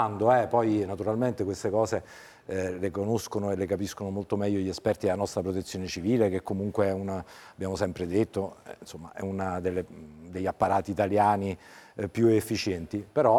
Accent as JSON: {"language": "Italian", "town": "Naples", "region": "Campania", "country": "Italy", "said": "io sono napoletano, ho parte della famiglia ai Campi Flegrei"}